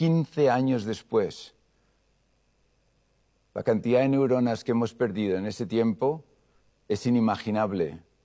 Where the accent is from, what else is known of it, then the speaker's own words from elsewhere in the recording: Valencian Community, Spain; now in Boston, United States; Soy valenciano